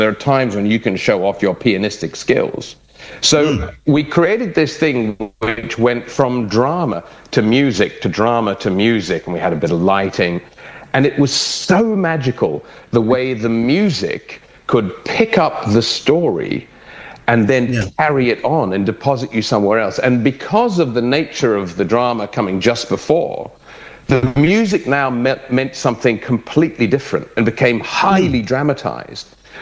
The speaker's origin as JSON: {"language": "English", "country": "Germany", "tie": "born or raised there", "said": "I grew up in Germany of all places"}